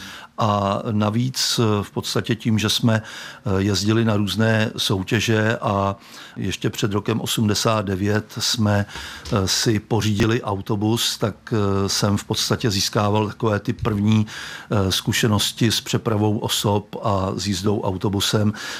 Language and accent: Czech; Lišov, South Bohemian Region, Czechia; also born or lived in České Budějovice; Narodil jsem se v Českých Budějovicích. Vyrůstal jsem na vesničce nedaleko od Českých Budějovic. V Českých Budějovicích jsem potom i studoval.